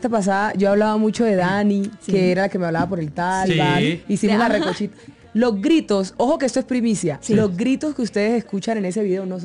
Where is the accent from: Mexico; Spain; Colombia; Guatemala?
Colombia; Aguachica, Cesar; ¡Es el nombre de mi pueblo! ¡Agua Chica!